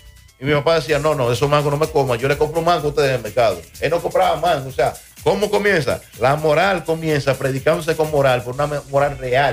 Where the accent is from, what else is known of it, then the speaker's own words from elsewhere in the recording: Dominican Republic; Yo me crié en Los López, al lado de la estancia infantil.